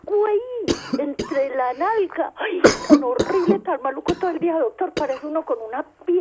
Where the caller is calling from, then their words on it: Itagüí, Antioquia, Colombia; De Itagüí.